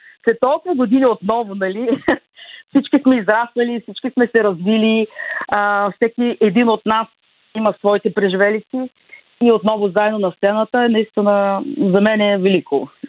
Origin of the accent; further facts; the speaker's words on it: Burgas, Burgas Province, Bulgaria; moved away as an adult; also born or lived in Sofia; now in Belgium; и двамата сме родени в Бургас и сме завършили музикалното училище в родния си град